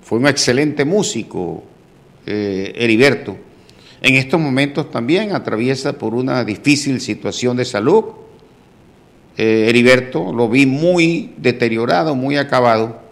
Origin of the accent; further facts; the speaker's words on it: Zambrano, Bolívar, Colombia; moved away; Nosotros nos criamos jovencíticos, nacimos en Zambrano, y hasta temprana edad que estuvimos allá, cuando nos tocó venirnos para poder estudiar, fuimos vecinos allá prácticamente